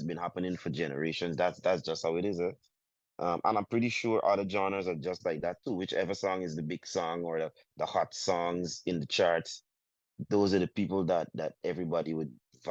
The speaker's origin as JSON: {"language": "English", "country": "Guyana", "said": "And I'm happy I'm from Guyana and I always in the pool"}